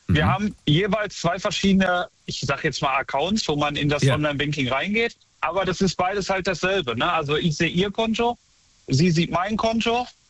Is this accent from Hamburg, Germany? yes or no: no; Unna, North Rhine-Westphalia, Germany; Ja, ich komme aus Unna, das ist bei Dortmund.